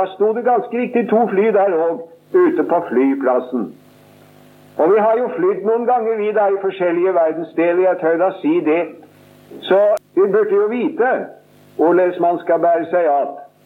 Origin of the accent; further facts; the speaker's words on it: Sarpsborg, Østfold, Norway; moved away; som vi sier hjemme i Sarpsborg.